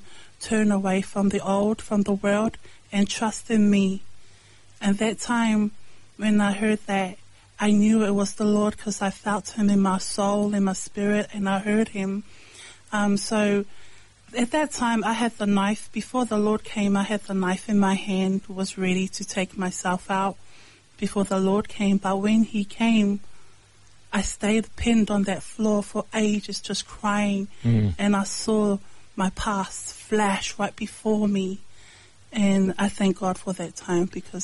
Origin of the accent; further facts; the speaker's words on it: Tokoroa, Waikato, New Zealand; born or raised there; also born or lived in Samoa